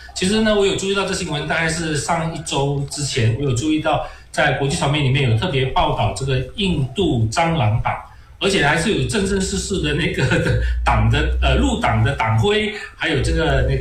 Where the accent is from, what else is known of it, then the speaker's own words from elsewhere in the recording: Malaysia; 过去我们马来西亚人常常在华人群里面常常提到一首说